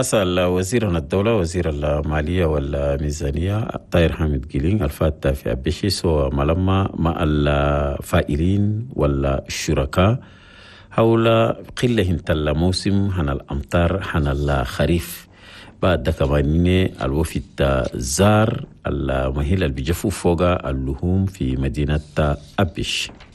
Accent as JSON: {"language": "Arabic", "country": "Chad", "said": "النظافة في المؤسسات الصحية في بلدنا تشاد."}